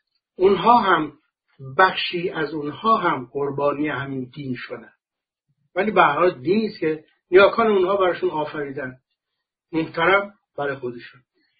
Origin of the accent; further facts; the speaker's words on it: Iran; من مسلمان نیستم، من یک انسانم، من ایرانی هستم.